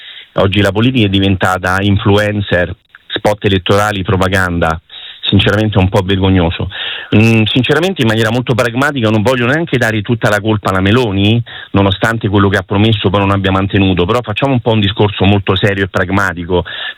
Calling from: Rome, Lazio, Italy; Buonasera

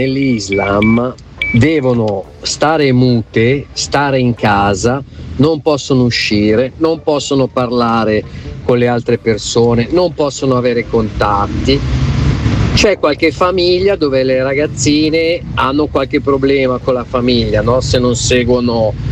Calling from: Milan, Lombardy, Italy; anch'io sono della Barona

